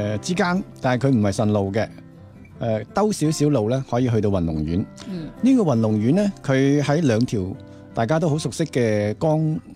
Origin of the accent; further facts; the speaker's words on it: Guangdong, China; 你的口味如果好像我们广东人口味淡的话，